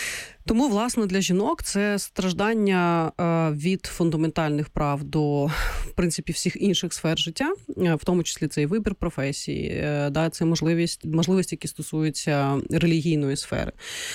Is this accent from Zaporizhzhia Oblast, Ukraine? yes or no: no; Yalta, Crimea, Ukraine; тому що я сама з Криму, з Ялти